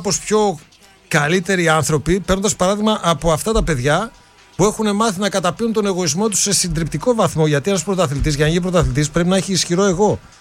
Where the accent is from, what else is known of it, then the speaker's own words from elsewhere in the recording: Greece; ενώ είμαστε Έλληνες.